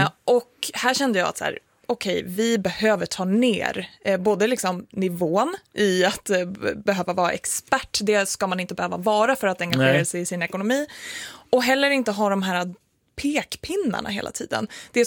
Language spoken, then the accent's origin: Swedish; Gävle, Gävleborg County, Sweden; also born or lived in Hedesunda / Bomhus / Furvik; Men jag är uppvuxen från början i Hedesunda. Och när jag och min bror var 10 ungefär, då flyttade vi in till, inte stan så att säga, eller till Bomhus då.